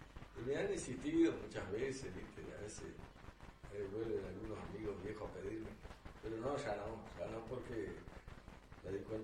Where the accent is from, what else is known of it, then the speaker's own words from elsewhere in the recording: Artigas, Uruguay; moved away as an adult; now in Salto, Uruguay; desde que vine a Salto, porque yo no soy de Salto, soy de un pueblo que está cerca de Bellamión, ahí en el corazón de la Caña de Azúcar, que se llama Calpica.